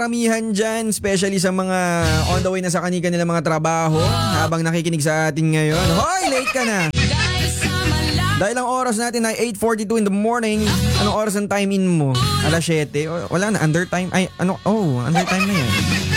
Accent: San Isidro, Cagayan Valley, Philippines; Tagaano rin ako, taga San Isidro ko eh. Quezon San Isidro.

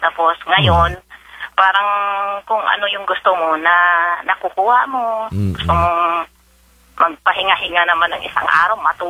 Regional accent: Western Visayas, Philippines; moved away; Kapis kami, Kapis, pero boundary na kami ng papuntang Aklan. Aklan. Ng Kalibo. Mambusaw kami.

